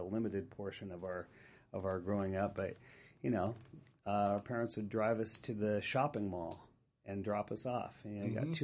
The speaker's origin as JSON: {"language": "English", "area": "Orange County", "region": "California", "country": "United States", "tie": "born or raised there"}